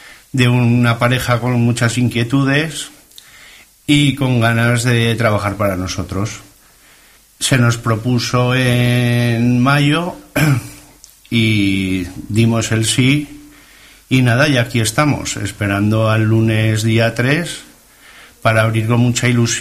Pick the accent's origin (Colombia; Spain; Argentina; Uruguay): Spain; Zaragoza, Aragon; now in Barbastro, Spain; yo, como bien has dicho, soy de Zaragoza y me gusta vivir en el mundo rural